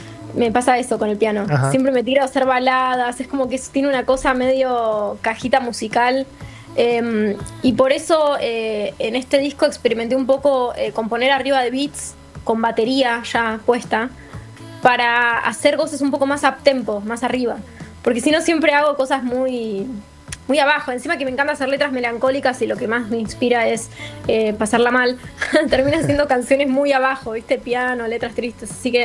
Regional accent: Burzaco, Buenos Aires Province, Argentina; also born or lived in Saavedra, Buenos Aires; now in Caballito, Buenos Aires, Argentina; crecí en Bursaco bastante y en Saavedra.

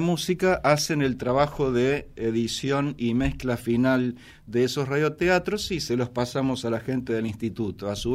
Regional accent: Argentina; los trabajos que hacemos los argentinos

